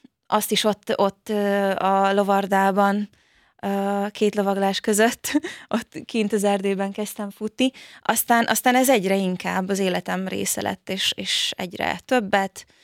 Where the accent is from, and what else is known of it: Vácszentlászló, Pest, Hungary; born or raised there; also born or lived in Budapest